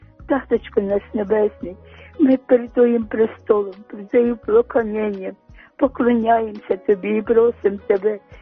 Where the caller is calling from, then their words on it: Kyiv, Ukraine; я з Оборонь з Києва.